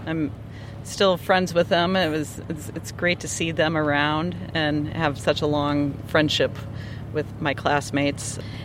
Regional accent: Wisconsin, United States; moved away; I'm originally from Wisconsin. I got on the water through the Great Lakes.

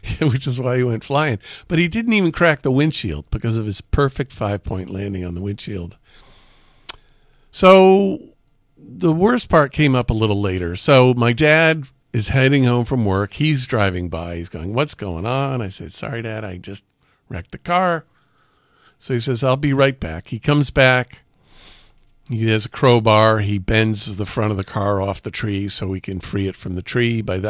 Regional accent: Woodstock, New York, United States; I grew up in Woodstock. And we're driving up Vandale Road where I grew up.

